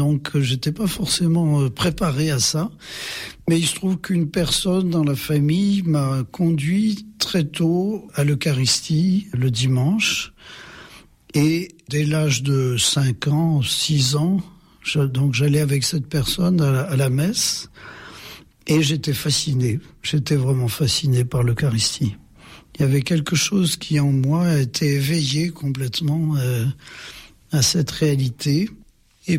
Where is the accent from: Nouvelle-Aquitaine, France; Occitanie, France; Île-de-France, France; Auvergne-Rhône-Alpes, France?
Nouvelle-Aquitaine, France; Limoges; Oui, je suis originaire du Limousin, de Limoges même, oui, oui, oui.